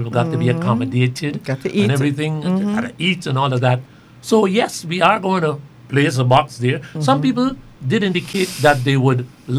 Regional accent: Georgetown, Demerara-Mahaica, Guyana; born there; I was born in Kitty, actually.

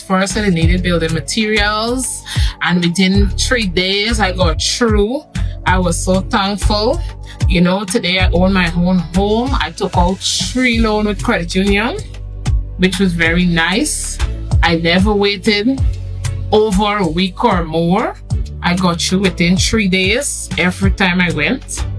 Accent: Mahdia, Potaro-Siparuni, Guyana; I'm from Mavio, region number 8.

